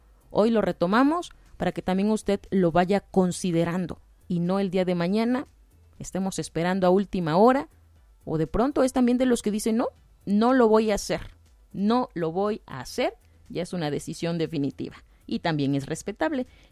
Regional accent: Oaxaca, Mexico

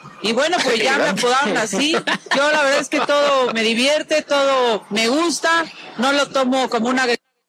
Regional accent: Mexico; de pues así somos los mexicanos, nos reímos de todo y yo me río de todo.

